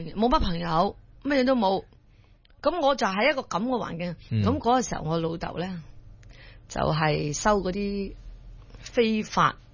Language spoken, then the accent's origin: Cantonese; Ipoh, Perak, Malaysia; moved away; 我以前小时候在怡宝住的地方呢